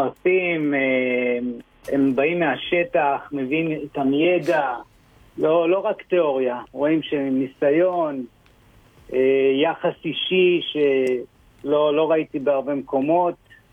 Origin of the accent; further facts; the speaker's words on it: Nahariya, Northern District, Israel; אני בן 44, מנהריה.